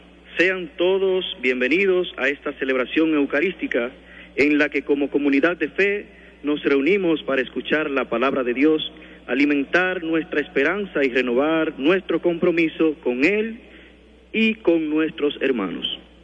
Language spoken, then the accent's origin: Spanish; Dominican Republic; nos unimos también como dominicanos para conmemorar el 183 aniversario de la restauración de nuestra República